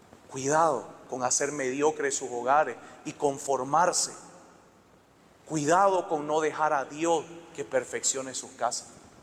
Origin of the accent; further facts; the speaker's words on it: Montero, Santa Cruz, Bolivia; yo nací en Montero, yo soy de Montero.